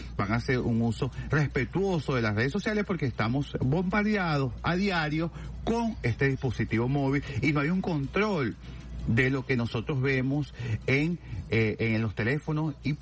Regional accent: Sucre, Venezuela; como sucrense y como venezolano.

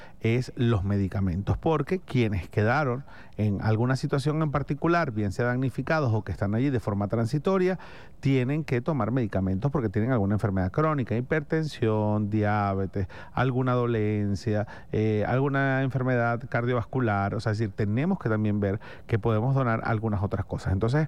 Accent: Venezuela; somos todos, venezolanos, venezolanas, los caraqueños, los guaireños, los maracuchos, los aragüeños

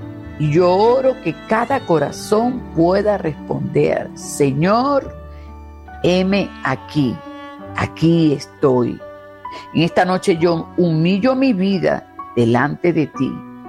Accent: Venezuela; en contra de todos nosotros como venezolanos

